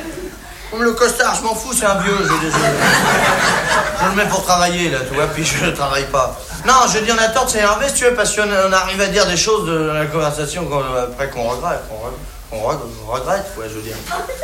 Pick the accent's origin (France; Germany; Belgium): France